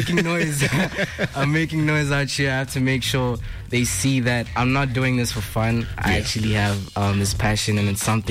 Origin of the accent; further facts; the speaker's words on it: Gaborone, Botswana; also born or lived in Francistown; grew up in the city.